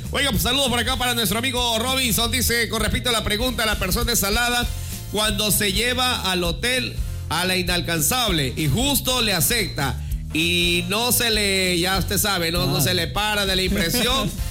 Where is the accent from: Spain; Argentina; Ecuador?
Ecuador; Guayaquil, Guayas